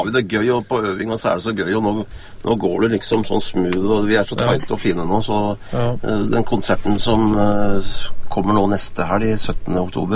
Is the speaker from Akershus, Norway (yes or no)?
yes; Lørenskog, Akershus, Norway; moved away; Så jeg kommer jo egentlig fra Lørenskog. Jeg vokste opp da.